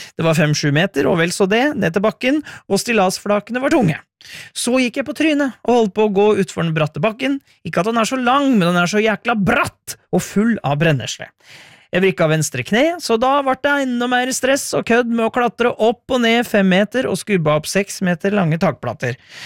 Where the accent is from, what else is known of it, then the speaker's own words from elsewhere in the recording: Innlandet, Norway; for jeg kommer fra Hedmarken, og det jo en veldig fin dialekt